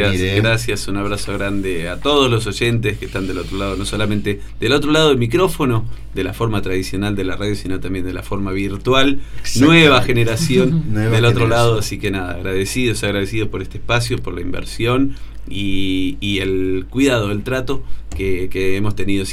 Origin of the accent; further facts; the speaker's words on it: Buenos Aires, Argentina; also born or lived in Tucumán; Yo tengo raíces tucumanas, en la provincia de Tucumán, Alberdi, Aguilares, esos lugares, pero bueno, viví el 99% de mi vida acá en Buenos Aires.